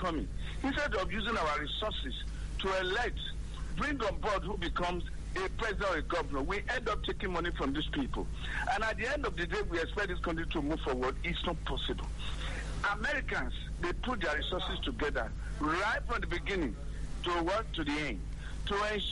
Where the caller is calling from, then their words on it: Benin City, Edo, Nigeria; speaking from Benin City.